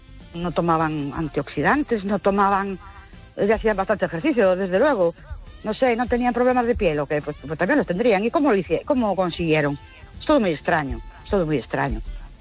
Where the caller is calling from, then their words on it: Ourense, Galicia, Spain; de Orense otra vez.